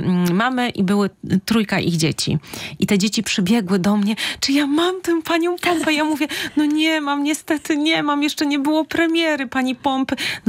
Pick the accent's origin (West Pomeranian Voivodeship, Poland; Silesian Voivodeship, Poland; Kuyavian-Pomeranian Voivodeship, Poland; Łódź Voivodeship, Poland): West Pomeranian Voivodeship, Poland; Szczecin; To byłaby duma dla mnie, jako szczecinianki z urodzenia i z wyboru, największa.